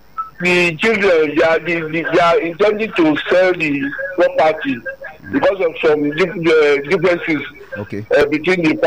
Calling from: Alimosho, Lagos, Nigeria; I'm calling from Mosho, under Alimosho.

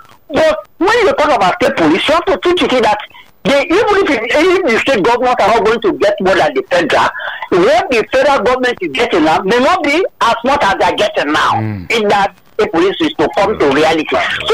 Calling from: Lagos, Nigeria; I'm calling from Ikoto in Lagos.

